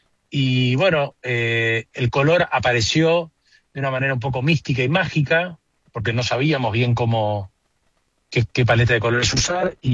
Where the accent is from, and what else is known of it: Argentina